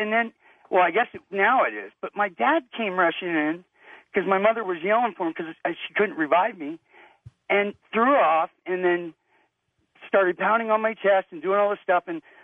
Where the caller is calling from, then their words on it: Reno, Nevada, United States; I'm calling you from Reno.